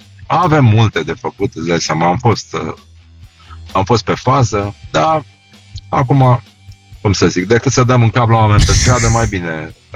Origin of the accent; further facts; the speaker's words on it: Brăila County, Romania; La noi în Brăila se mânca rece.